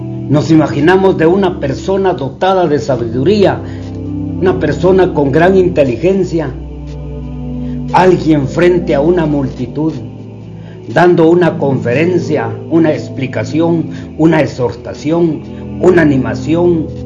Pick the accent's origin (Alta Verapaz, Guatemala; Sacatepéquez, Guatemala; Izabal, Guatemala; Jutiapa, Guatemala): Sacatepéquez, Guatemala; San Miguel Dueñas; Soy de San Miguel Dueñas.